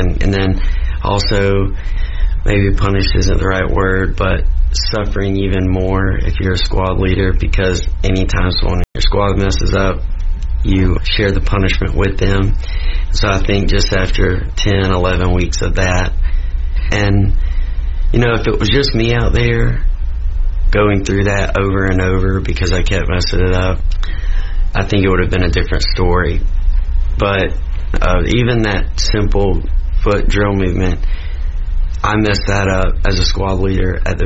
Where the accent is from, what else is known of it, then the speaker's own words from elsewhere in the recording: South Carolina, United States; also born or lived in Mississippi; now in Charlotte, United States; South Carolina's home. I need to take the opportunity, though, to say I was born in Mississippi.